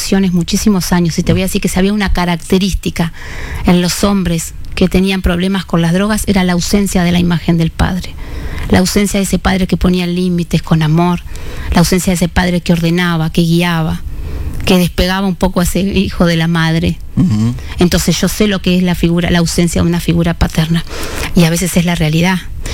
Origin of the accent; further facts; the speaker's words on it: Colonia, Uruguay; no pudo venir a estudiar a Montevideo, nosotros somos de Colonia.